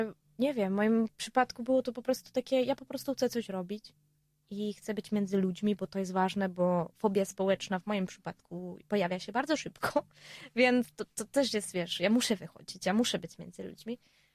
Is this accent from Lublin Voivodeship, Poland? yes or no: no; Silesian Voivodeship, Poland; Ja nie lubiłam nigdy języka polskiego i zawsze mówiłam wszystkim, że słuchajcie, ja jestem ze Śląska, okej?